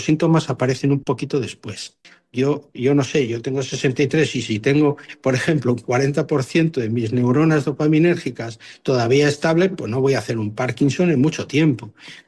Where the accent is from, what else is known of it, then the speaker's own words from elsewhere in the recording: Fresno el Viejo, Castile and León, Spain; moved away; en mi pueblo, por ejemplo, en Castilla, en Fresno el Viejo y Salamanca